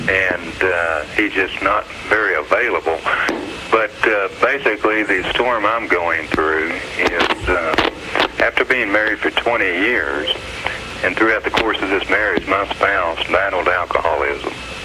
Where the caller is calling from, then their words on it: Texas, United States; I'm from Texas.